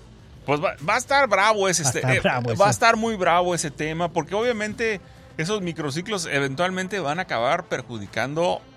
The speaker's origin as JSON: {"language": "Spanish", "country": "Mexico", "said": "yo no te digo que no, soy mexicano, le voy a la selección mexicana"}